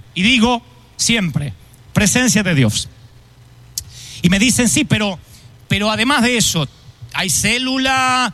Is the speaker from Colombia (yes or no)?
no; Argentina; Yo soy carnívoro, no carnal, carnívoro, porque soy argentino.